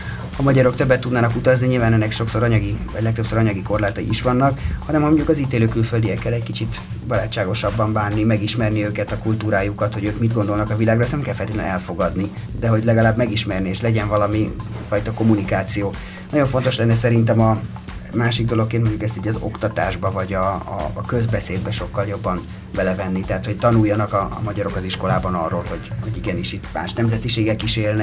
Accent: Hungary; Nem mondom, magyar vagyok, igen

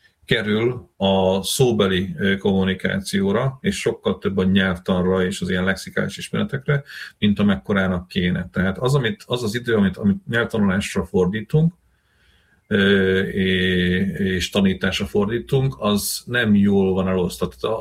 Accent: Slovakia; born or raised there; moved away as an adult; now in Hungary

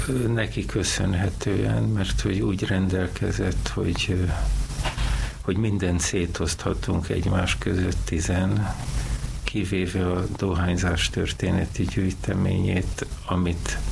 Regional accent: Budapest, Hungary; Hát budai vagyok, sőt erdőszéli vagyok, mert ahol mi lakunk 75 éve, az erdőszéle volt még akkor

